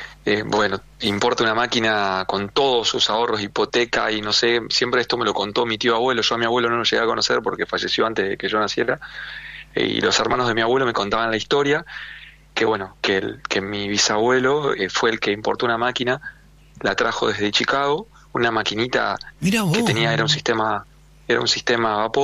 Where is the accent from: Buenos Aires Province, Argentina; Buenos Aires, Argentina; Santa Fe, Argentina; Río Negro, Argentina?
Santa Fe, Argentina; Rosario; Y la verdad es que sí, que soy rosarino, nací acá en un hospital público, en el Roque Sáenz Peña, en la zona sur de Rosario, y orgulloso de ser rosarino.